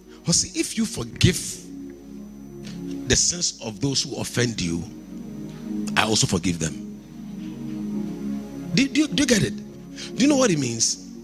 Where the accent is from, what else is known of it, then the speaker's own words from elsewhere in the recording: Kumasi, Ashanti, Ghana; I come from Kumasi.